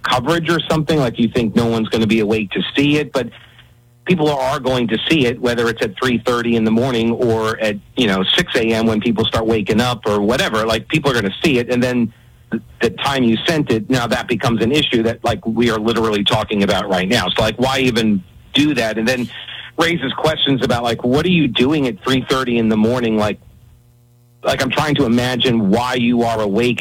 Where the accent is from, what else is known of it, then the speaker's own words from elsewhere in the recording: New York, United States; I know I grew up a Dallas Cowboys fan, which is weird because I was from New York.